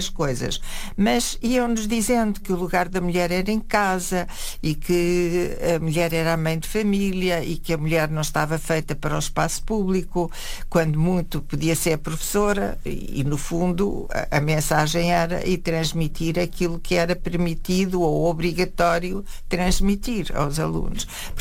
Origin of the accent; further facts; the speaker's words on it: Coimbra, Centro, Portugal; eu andei na escola pública, no liceu Infanta Dona Maria, em Coimbra, onde nasci